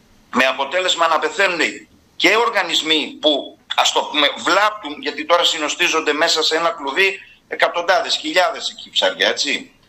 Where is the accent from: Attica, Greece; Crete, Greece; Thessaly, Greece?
Attica, Greece; Methana; moved away as an adult; also born or lived in Athens; άφησα την Αθήνα που ήμουνα από την ημέρα που έβγαλα το λύκειό μου, το ξέρει και ο κύριος Πασάς. Και ήμουνα στην Αθήνα για πόσα χρόνια, και στα 55 μου γύρισα στον τόπο μου